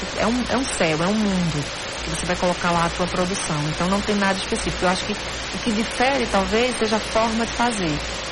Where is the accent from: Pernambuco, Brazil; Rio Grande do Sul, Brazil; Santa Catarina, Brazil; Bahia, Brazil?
Pernambuco, Brazil; É porque a gente é pernambucana.